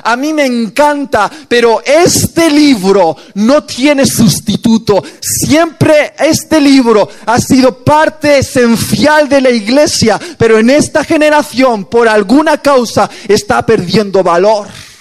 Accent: Basque Country, Spain; Y yo le dije, orgulloso como buen vasco

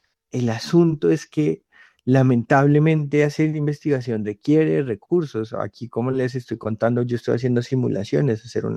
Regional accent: Colombia; Nadie va a resolver los problemas de los colombianos si no somos los colombianos.

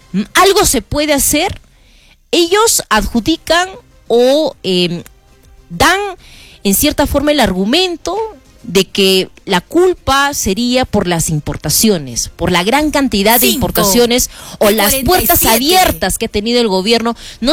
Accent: Arequipa, Peru; Desde nosotros como arequipeños

